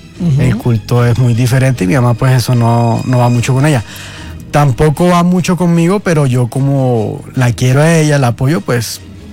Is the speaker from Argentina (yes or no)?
no; Cartagena, Bolívar, Colombia; Yo soy de Cartagena.